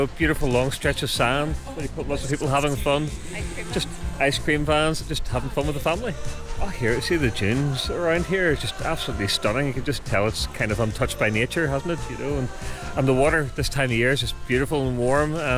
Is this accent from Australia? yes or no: no; Belfast, Northern Ireland, United Kingdom; So just from Belfast, you know. Grew up in Belfast, and yeah, I've been coming here for my whole life.